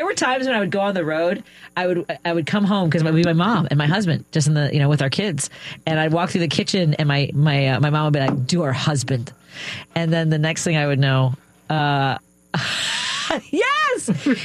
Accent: Illinois, United States; I grew up in Norwood, yeah, but okay. I grew up in a 1-bedroom apartment above what was a paint, when we moved in, it was a paint store, became a bank.

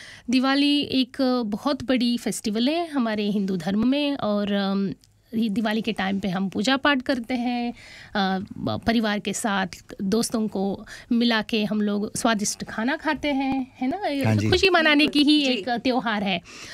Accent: Karnataka, India; Hindi is a second language; now in Australia; वैसे मैं south India से बिलोंग करती हूँ, मगर ठीक ठाक हिंदी बोल लेती

